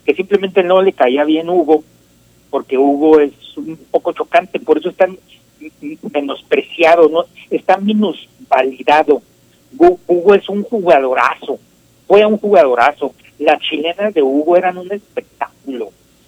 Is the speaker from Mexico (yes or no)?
yes; Mexico; Una de las cosas que pasa en México, al parecer, es que pagamos lo suficientemente bien, de hecho solamente Brasil paga mejor que nosotros